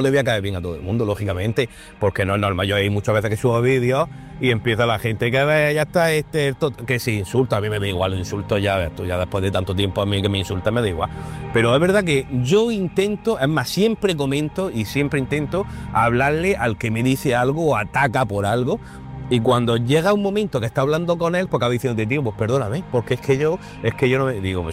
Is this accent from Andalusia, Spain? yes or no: yes; Almería, Andalusia, Spain; es que soy yo muy de Almería.